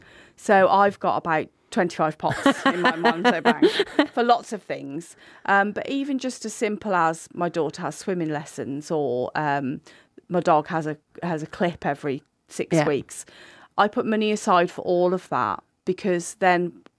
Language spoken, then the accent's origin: English; West Midlands, United Kingdom; moved away as an adult; now in Black Country, United Kingdom; I'm from Shropshire.